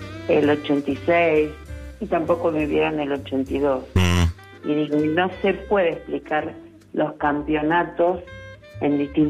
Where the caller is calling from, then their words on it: Gerli, Buenos Aires Province, Argentina; De Gerli.